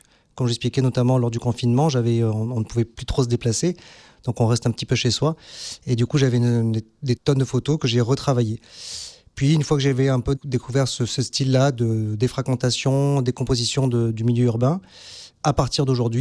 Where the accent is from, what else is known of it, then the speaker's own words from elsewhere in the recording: Montpellier, Occitanie, France; Je suis un Montpelliérain pure souche, donc j'ai toujours grandi en ville.